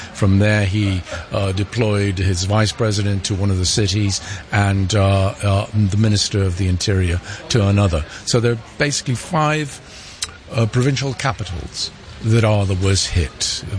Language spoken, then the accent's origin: English; Colombia; I come from Colombia, and it's a land of earthquakes. There's nothing you can do about it. I can remember as a child at least 4 very strong earthquakes.